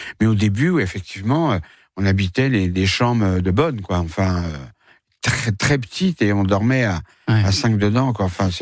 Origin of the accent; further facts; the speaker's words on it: Paris, Île-de-France, France; Et je suis né à Paris et j'ai été élevé seul au début par ma mère.